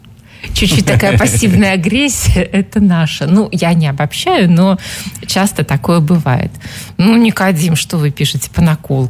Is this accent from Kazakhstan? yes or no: no; Urals, Russia; Мы ведь с Урала.